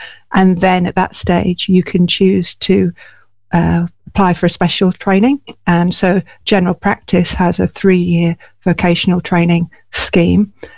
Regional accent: Hull, Yorkshire and the Humber, United Kingdom; We grew up in Hull together.

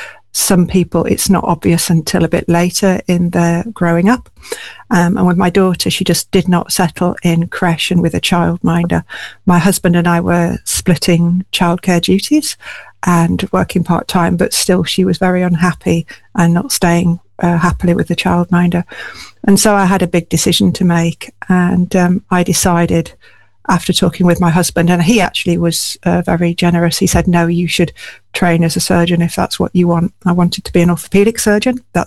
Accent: Hull, Yorkshire and the Humber, United Kingdom; We grew up in Hull together.

